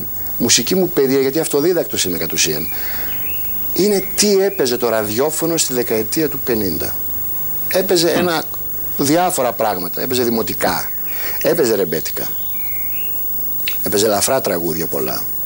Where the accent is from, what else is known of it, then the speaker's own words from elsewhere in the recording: Thessaloniki, Central Macedonia, Greece; Είμαι Σαλονικιός και το ραδιόφωνο μας έπιανε τις μουσικές αυτές.